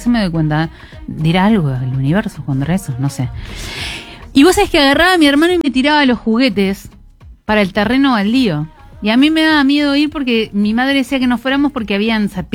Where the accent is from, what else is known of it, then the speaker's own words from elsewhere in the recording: Montevideo, Uruguay; yo soy montevideana, pero toda la familia de mi mamá es de Florida.